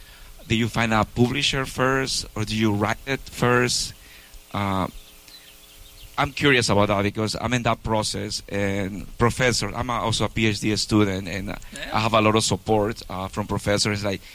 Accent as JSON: {"language": "English", "country": "Ecuador", "moved": "yes", "said": "because I came here. I'm from Ecuador. I don't know if I said that."}